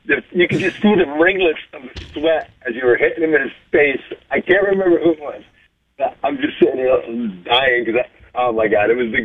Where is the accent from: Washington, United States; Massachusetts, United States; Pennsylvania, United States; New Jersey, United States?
New Jersey, United States; from New Jersey.